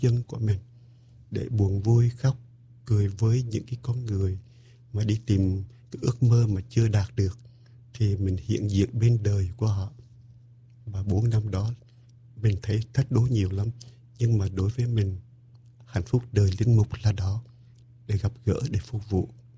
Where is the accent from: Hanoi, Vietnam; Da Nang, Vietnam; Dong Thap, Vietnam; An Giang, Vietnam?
Da Nang, Vietnam; moved away as an adult; Mình lớn lên quê hương, mình sinh tại Đà Nẵng và không biết hát tiếng Quảng giống như là … đâu, nhưng mà quê hương của mình mãi ở trong con tim của mình, cho dù mình xa từ năm 1975.